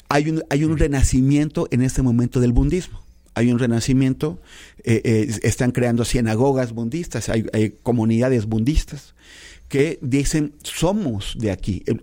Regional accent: Mexico; nosotros como mexicanos

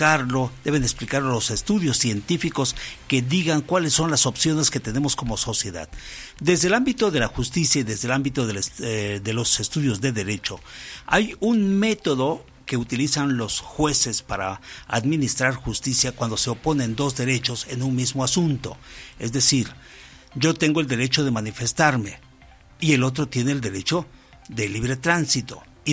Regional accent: Mexico

